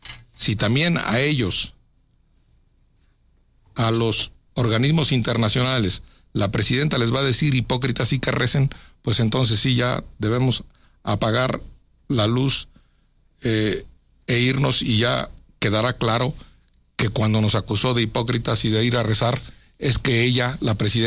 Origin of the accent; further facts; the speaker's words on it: Mexico; Por supuesto que somos absolutamente todos mexicanos